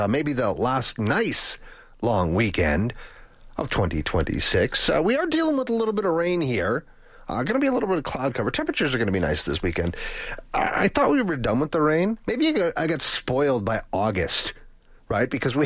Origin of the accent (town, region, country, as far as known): Churchill, Manitoba, Canada; born or raised there